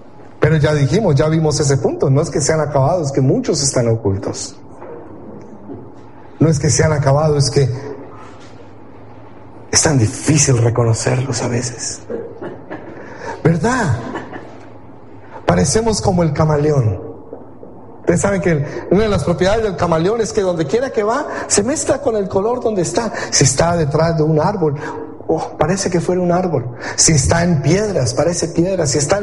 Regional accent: United States; y yo soy norteamericano, les voy a mostrar mi pasaporte

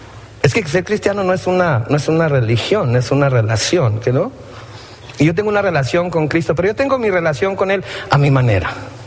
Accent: Mexico; Los que venimos de México y que hemos viajado al sur de México sabemos que cada pueblo tiene su santo patrón

